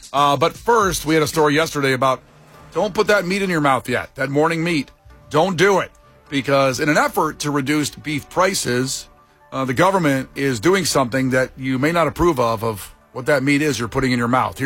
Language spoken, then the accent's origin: English; Ohio, United States; moved away; I grew up in Ohio